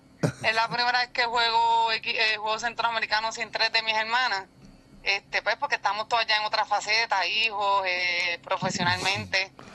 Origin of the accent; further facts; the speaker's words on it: Ponce, Puerto Rico; nosotros somos bien orgullosos de ser puertorriqueños.